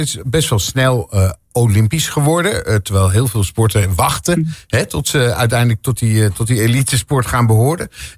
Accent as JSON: {"language": "Dutch", "country": "Netherlands", "said": "Wij zijn over het algemeen wel goed in watersporten volgens mij als Nederlanders, toch?"}